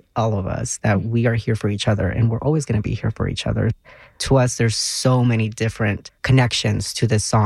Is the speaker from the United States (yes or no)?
yes; Texas, United States; I'm a Texan at the end of the day. I grew up in the South